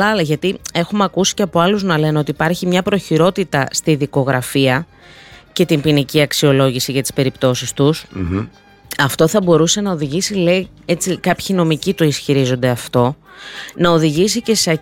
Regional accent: Greece; εγώ να σου πω κάτι ως Ελληνίδα τώρα

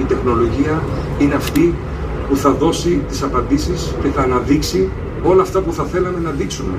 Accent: Thessaloniki, Central Macedonia, Greece; Είμαι από τη Θεσσαλονίκη, είμαι Μακεδόνας, είναι μεγάλη μου χαρά, είναι μεγάλη μου τιμή που είμαι Μακεδόνας.

